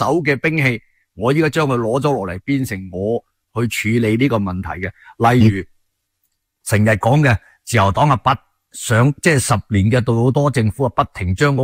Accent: Canada; 我哋加拿大人

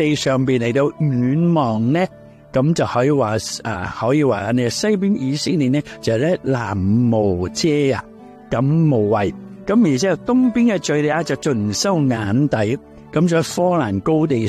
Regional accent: China; 咁我就联想起我哋中国人有句说话好有意思嘅，饮水思源

